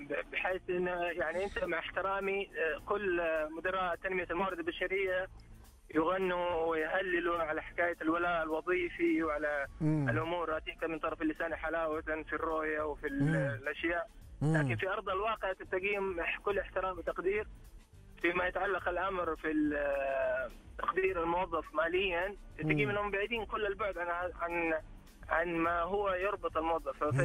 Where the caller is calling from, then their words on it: Jeddah, Makkah Province, Saudi Arabia; أكلمك من جدة والله.